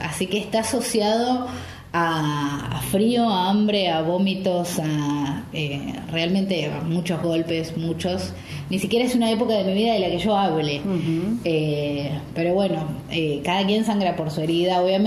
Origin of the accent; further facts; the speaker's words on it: Argentina; also born or lived in Chubut; amo todo mi país. Soy profundamente patriota. Estoy enamorada de la Argentina desde los 4 años.